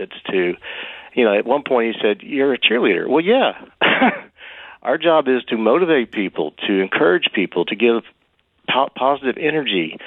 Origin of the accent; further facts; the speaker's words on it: Chattanooga, Tennessee, United States; I was born and raised in Chattanooga in Hamilton County. Went to Boyd Buchanan for 11 years, graduated there, went to UTC